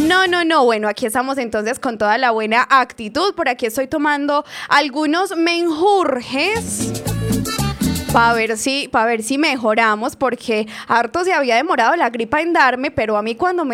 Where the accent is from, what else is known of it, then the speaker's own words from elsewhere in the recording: Fredonia, Antioquia, Colombia; moved away; Voy a estar allá en mi pueblo, voy a estar en Fredonia